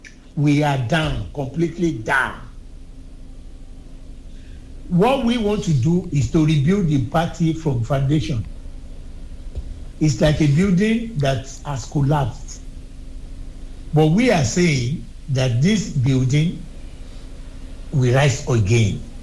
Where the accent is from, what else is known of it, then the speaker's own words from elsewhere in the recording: Osun, Nigeria; I'm from Osun